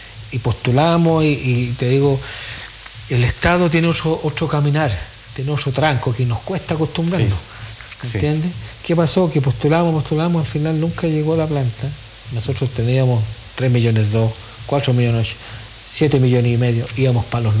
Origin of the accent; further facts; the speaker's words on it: Putaendo, Valparaíso, Chile; Nacido y criado en Quebrada Herrera. Cuando don Jona vivía era de Putaendo.